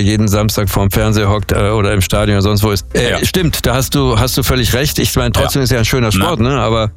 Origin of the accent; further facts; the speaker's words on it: Dortmund, North Rhine-Westphalia, Germany; born there; ich bin in Dortmund geboren